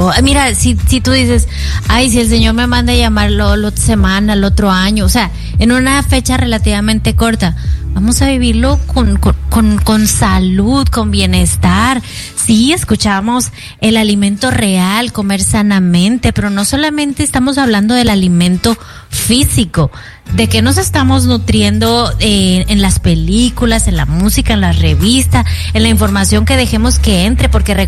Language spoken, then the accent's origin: Spanish; Mexico